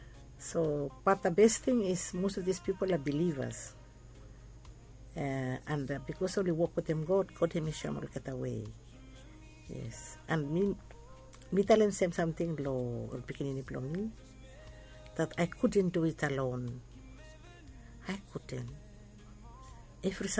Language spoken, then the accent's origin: English; Vanuatu; English is a second language; Encourage new students or young students or new Vanuatu people, because I'm from Vanuatu, but I lecture in law